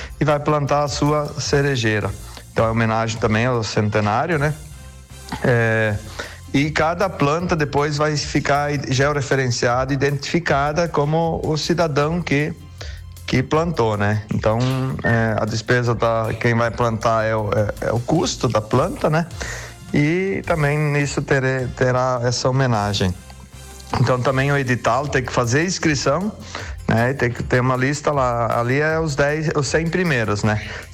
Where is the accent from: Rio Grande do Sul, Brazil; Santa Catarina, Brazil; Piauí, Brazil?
Santa Catarina, Brazil; Arabutã; Depois pertencemos à Concórdia, agora somos município da Arabutã.